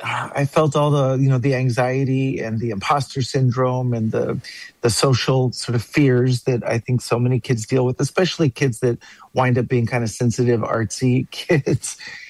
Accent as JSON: {"language": "English", "town": "Dallas", "region": "Texas", "country": "United States", "tie": "born or raised there", "said": "I'm a seventh generation Texan, and I grew up in the Dallas area. And my mom is actually from Arkansas, so I have a lot of people from the from Little Rock and Pine Bluff."}